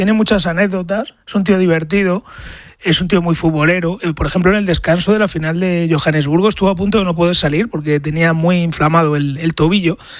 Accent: Community of Madrid, Spain; De Cataluña y yo soy de Madrid, pero yo quiero mucho a este tío, él lo sabe.

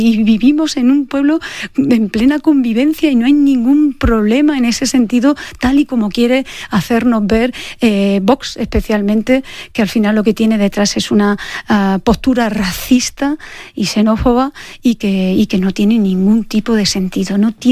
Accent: Cuevas del Campo, Andalusia, Spain; un pueblo como el mío, como Cuevas del Campo, que tiene 1.700 habitantes y que necesita de la población inmigrante

